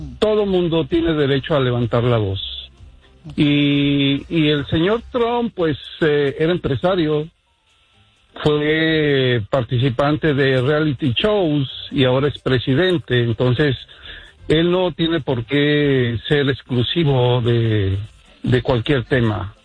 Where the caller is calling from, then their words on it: Chicago, Illinois, United States; Good morning, de aquí de Chicago